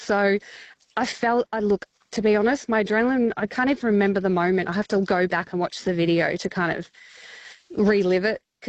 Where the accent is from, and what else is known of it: Victoria, Australia; born or raised there